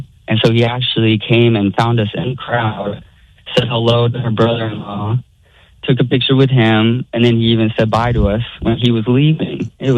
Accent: Arkansas, United States; I'm from Arkansas.

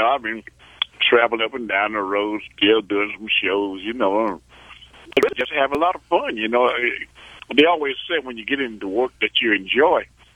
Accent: Alabama, United States; I was born and raised in Alabama.

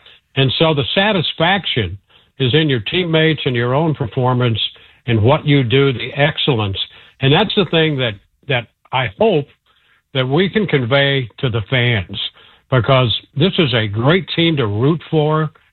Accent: St. Louis, Missouri, United States; I grew up in St. Louis.

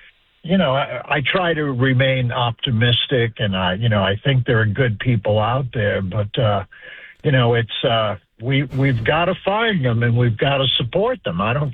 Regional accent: Maine, United States; You know, I'm from Maine, and, you know, this is the guy that's representing my state nationally.

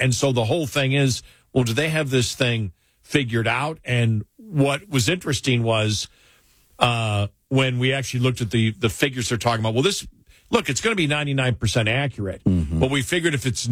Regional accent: New York, United States; also born or lived in Texas; It was so the ragweed pollen, which really when I grew up in Western New York, would hit from basically middle of August till the first, the first freeze.

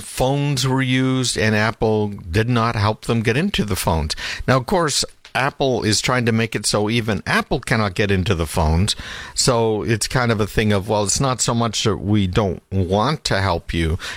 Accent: Canada; born or raised there

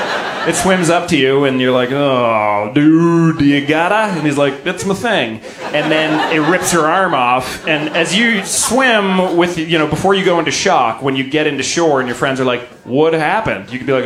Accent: Boston, Massachusetts, United States; I grew up in Boston near the ocean.

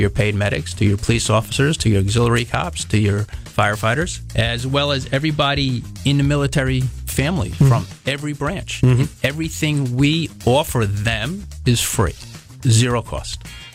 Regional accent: Tarrytown, New York, United States; I grew up in Tarrytown.

